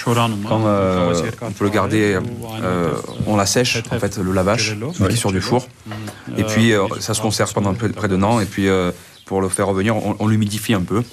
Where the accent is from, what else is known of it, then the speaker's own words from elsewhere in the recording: Marseille, Provence-Alpes-Côte d'Azur, France; born there; Moi, je suis d'origine arménienne, par ma maman et mon papa. Mais je suis né à Marseille. Et donc, j'ai cette culture arménienne en moi. J'ai appris à parler arménien, à chanter arménien, la langue, la culture. Mais j'ai cette culture française aussi, à 100%.